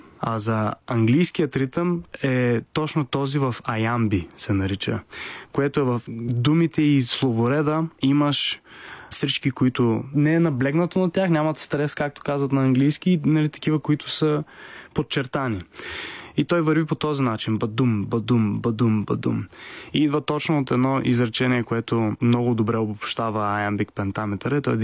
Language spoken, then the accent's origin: Bulgarian; Targovishte, Targovishte Province, Bulgaria; И аз съм от Търговище, малко градче, растейки